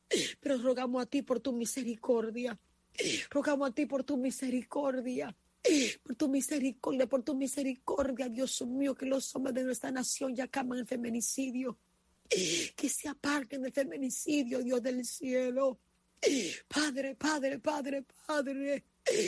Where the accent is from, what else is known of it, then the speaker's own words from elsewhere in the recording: Dominican Republic; mi tierra. Sana nuestra tierra, Señor. Sana nuestra nación, República Dominicana